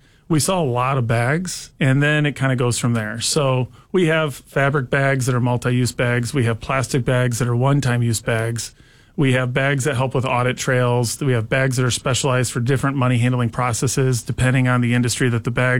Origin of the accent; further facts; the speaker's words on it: Mooreville, United States; I grew up in Mooreville, just outside Milan.